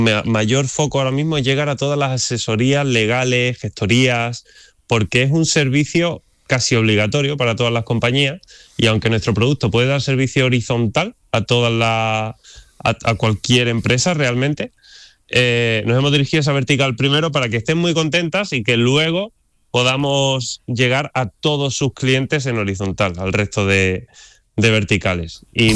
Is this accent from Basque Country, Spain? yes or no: no; Andalusia, Spain; Yo quiero combatir, siendo andaluz, él también andaluz de Jaén, y Maite y Eugenio también de Jaén